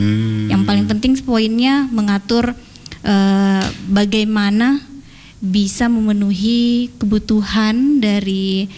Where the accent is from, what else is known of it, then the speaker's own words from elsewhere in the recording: Polewali Mandar, West Sulawesi, Indonesia; now in Mamuju, Indonesia; Sebenarnya saya aslinya dari Polewali Mandar juga.